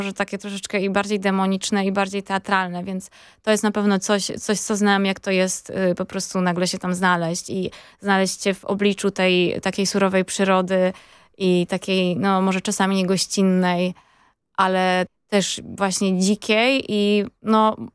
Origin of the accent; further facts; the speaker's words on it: Kraków, Lesser Poland, Poland; Wychowywałam się w Krakowie, tak.